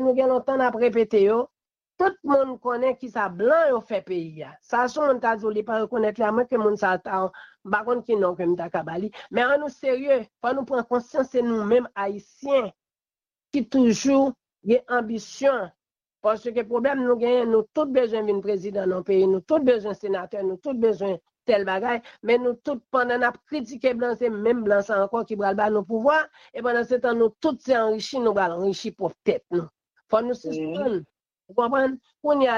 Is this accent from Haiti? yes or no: yes; Haiti; Et pas quoi que c'est seul président Aristide en tant que haïtien seulement que nous gagnons.